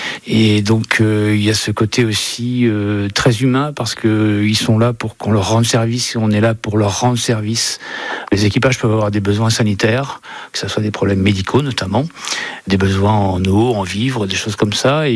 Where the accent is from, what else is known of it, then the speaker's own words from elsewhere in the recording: La Rochelle, Nouvelle-Aquitaine, France; Je suis natif de La Rochelle